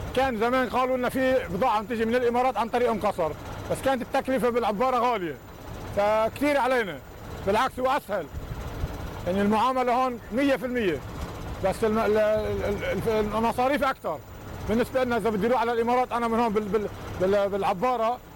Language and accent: Arabic; Lebanon; نحن كلبنانيين